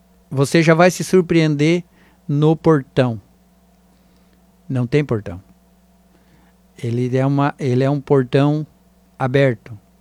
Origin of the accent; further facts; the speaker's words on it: Ermo, Santa Catarina, Brazil; born there; lá na localidade de Garapuvu, município de Ermo, minha comunidade vizinha lá da minha terra lá.